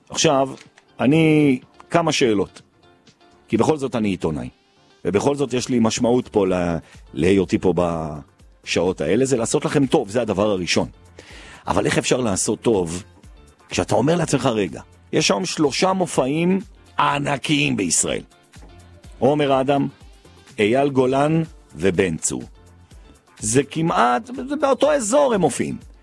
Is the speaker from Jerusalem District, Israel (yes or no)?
yes; Jerusalem, Jerusalem District, Israel; אנחנו ירושלמים